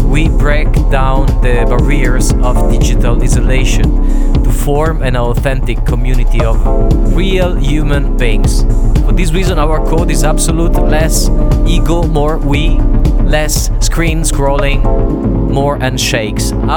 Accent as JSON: {"language": "English", "country": "Italy", "also_born_or_lived": "Ibiza, Spain", "second_language": "English", "moved": "yes", "said": "I'm Italian, mamma mia, spaghetti. But I was living in Ibiza and Spain for so many years, and actually this is my first language. I speak Spanish."}